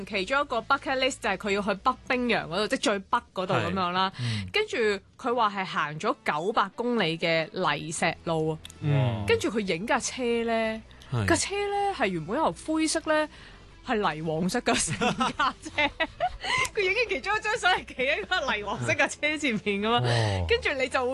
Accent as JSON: {"language": "Cantonese", "country": "Hong Kong", "said": "我觉得佢都值得即係值得我哋香港人都叫做我几proud of佢啊"}